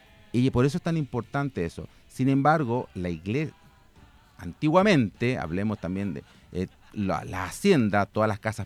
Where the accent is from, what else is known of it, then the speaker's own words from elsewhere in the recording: Santiago Metropolitan Region, Chile; yo soy de Chacabuco